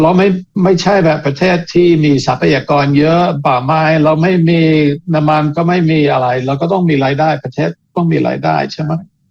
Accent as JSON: {"language": "Thai", "country": "Canada", "lives_now": "Thailand", "said": "ผมเองเป็นคนแคนาดาก็ดูคนแคนาดา"}